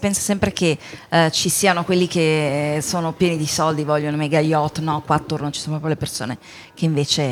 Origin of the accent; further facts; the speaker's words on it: Lombardy, Italy; Brianzola